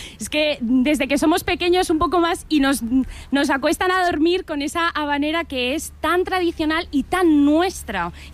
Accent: Elche, Valencian Community, Spain; Quienes somos realmente del Pinet sabemos en qué punto se ve por la noche.

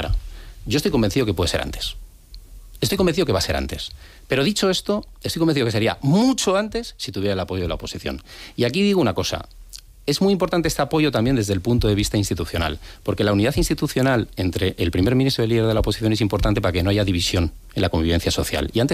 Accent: San Sebastián, Basque Country, Spain; now in Madrid, Spain; yo cuando llegué de Donosti a Madrid, hoy Madrid DF

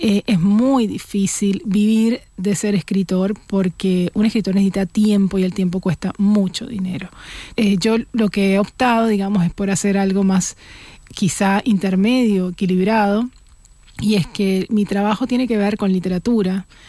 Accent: Colombia; moved away as an adult; now in Buenos Aires, Argentina; pero no me hice nunca argentina porque soy colombiana y porque realmente mis temas de escrituras, mi mirada y mi idiosincrasia básicamente está puesta ahí, en ese lugar, en esa geografía en la que crecí.

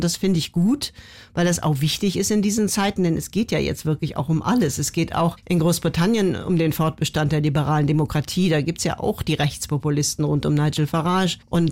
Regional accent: Germany; was ich als Deutsche ja eigentlich dann schon gerne hätte, so ganz klare Regeln und Gesetze hat

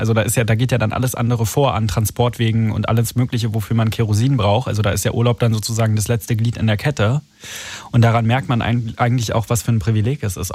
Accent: Berlin, Germany; ich komme ja aus Berlin, ich kenne das nur in Berlin.

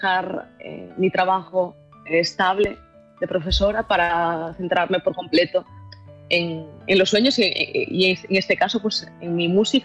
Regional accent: Galicia, Spain

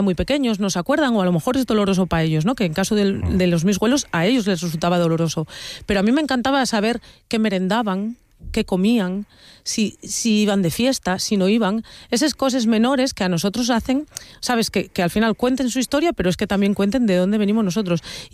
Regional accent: Asturias, Spain; yo soy de un pueblo en el que lo más normal de mi pueblo, de mi barrio, y que tengas un güelu de fuera, que sea andaluz, extremeño, gallego, portugués, porque nosotros, a mí siempre me gusta decir que las cuencas mineras somos crisol de razas

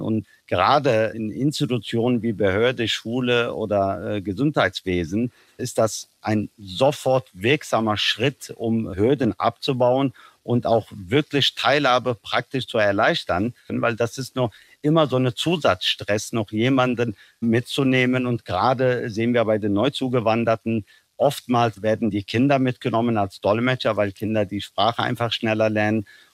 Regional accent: Germany

